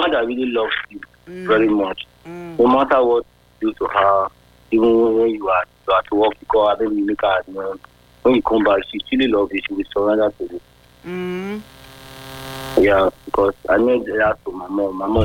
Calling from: Benin City, Edo, Nigeria; I'm calling from Dosti Benin, from a local.

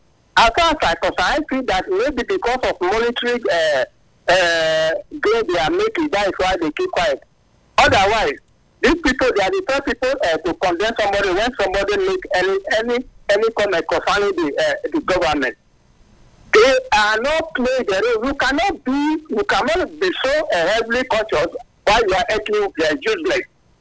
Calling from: Nigeria; I'm speaking from Mobowo.

